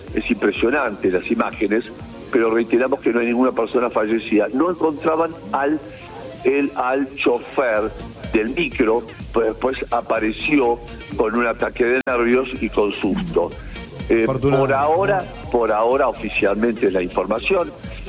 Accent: Argentina; casi todos tenemos una sangre española, por supuesto somos muy argentinos

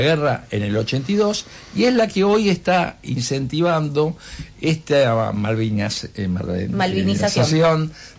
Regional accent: Argentina; yo elijo vivir en mi país, quiero mi país, pago impuestos en mi país

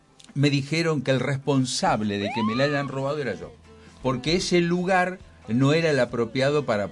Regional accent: Pergamino, Buenos Aires Province, Argentina; moved away; cuando era chico en mi pergamino natal, mis vecinos.

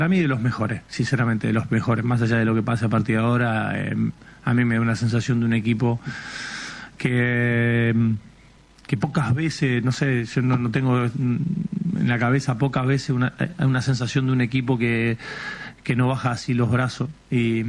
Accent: Pujato, Santa Fe, Argentina; born or raised there

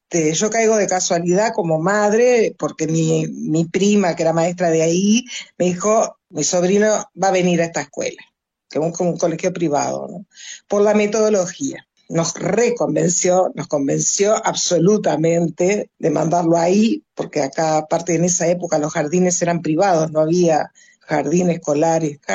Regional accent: Montevideo, Uruguay; also born or lived in Maldonado, Uruguay; en este momento estoy viviendo en Montevideo nuevamente, que es mi ciudad natal. Montevideo es una ciudad preciosa. Es la ciudad de una, yo creo que es el lugar, yo me siento bien en ella. Viví también 16 años en Maldonado por cuestiones de trabajo

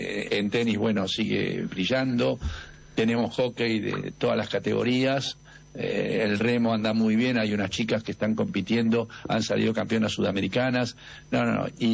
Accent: Mar del Plata, Buenos Aires Province, Argentina; Y nos vinimos a Mar del Plata

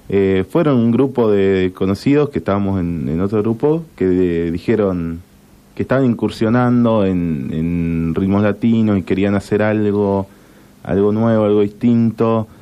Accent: Santa Fe, Argentina; Somos santafesinos.

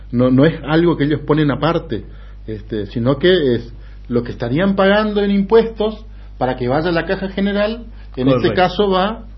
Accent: Argentina

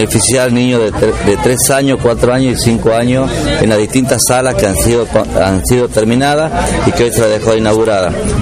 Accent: Argentina

